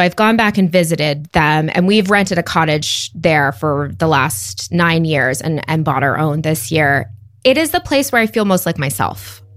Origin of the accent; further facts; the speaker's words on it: Barry's Bay, Ontario, Canada; Well, I grew up in Barry's Bay. I grew up on the lake. So this is in cottage country, but not Muskoka. It's in Eastern Ontario in the Ottawa Valley.